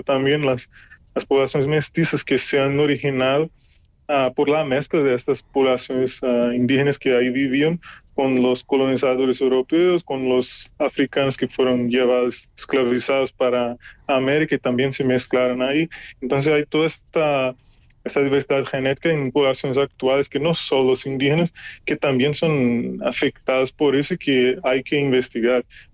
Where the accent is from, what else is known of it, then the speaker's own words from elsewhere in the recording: Brazil; Spanish is a second language; mayormente por investigadores que son de Latinoamérica, como yo también, que soy de Brasil, la investigadora principal que es Tabita, que también es brasileña